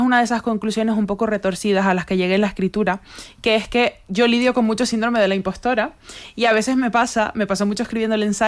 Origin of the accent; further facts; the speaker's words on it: Granadilla de Abona, Canary Islands, Spain; yo soy de Granadilla, ¿no? Que es mi pueblo en Tenerife, y no quiero olvidarme de eso